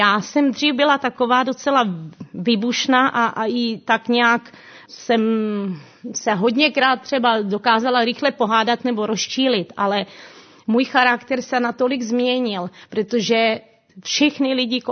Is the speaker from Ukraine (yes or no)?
yes; Ukraine; jsem původem z Ukrajiny a chtěla bych vám říct o svých zážitcích, o svém životě s Bohem.